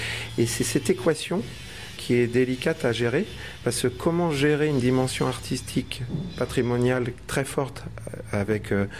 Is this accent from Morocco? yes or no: no; Nantes, Pays de la Loire, France; born there; now in Pont-Aven, France